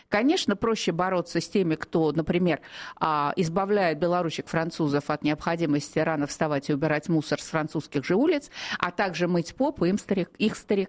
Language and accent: Russian; Moscow, Russia; я год, вот как вернулась на родину, в Москву